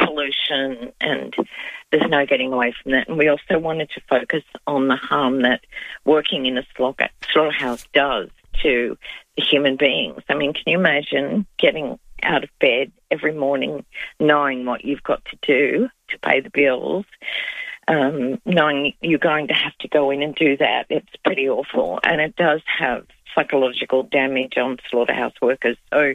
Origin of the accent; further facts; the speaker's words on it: Adelaide, South Australia, Australia; moved away; Adelaide is my hometown